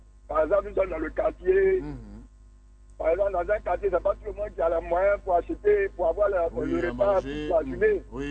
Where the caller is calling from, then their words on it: Abidjan, Côte d’Ivoire; Je vous appelle en Abidjan